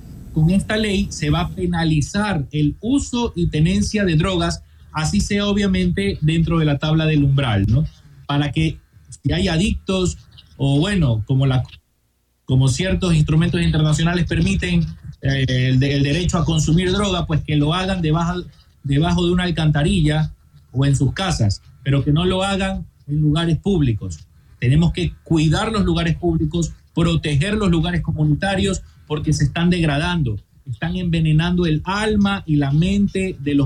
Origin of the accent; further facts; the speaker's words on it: Ecuador; yo creo que como ecuatorianos tenemos que apoyar este tipo de leyes.